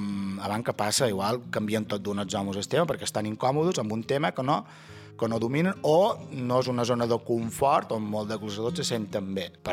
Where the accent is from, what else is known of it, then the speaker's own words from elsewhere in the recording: Ferreries, Balearic Islands, Spain; Sant Joan és molt polit el que vulgueu, però jo som de Ferreries i crec que Sant Bartomeu pues, és molt més.